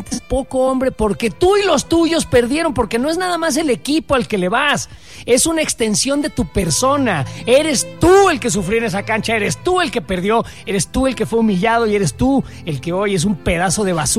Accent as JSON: {"language": "Spanish", "country": "Mexico"}